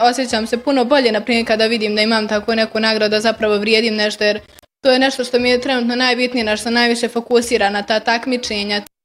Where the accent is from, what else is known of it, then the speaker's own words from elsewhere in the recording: Tuzla, Tuzla Canton, Bosnia & Herzegovina; dolazim iz Tuzle, pohađam srednju školu Richmond Park